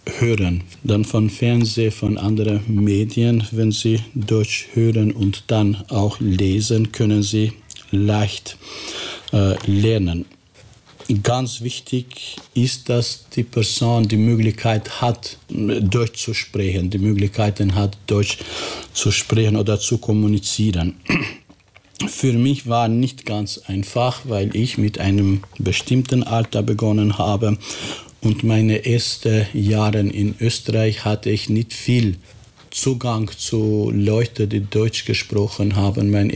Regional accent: Kosovo; first language Albanian; German is a second language; moved away as an adult; also born or lived in Yugoslavia; now in Austria; Ich bin Albaner, ich komme aus Kosovo. Das heißt, Unjam Shqiptar dhe vi nga Kosova.

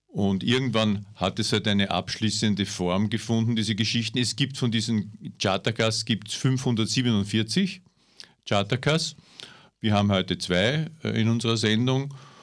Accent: Vienna, Austria; now in Upper Austria, Austria; Mitte der 80er Jahre habe ich noch in Wien gewohnt, ich bin Wiener und habe dort recht intensiv die Zen-Praxis praktiziert. Bin dann nach Oberösterreich gekommen aus beruflichen Gründen

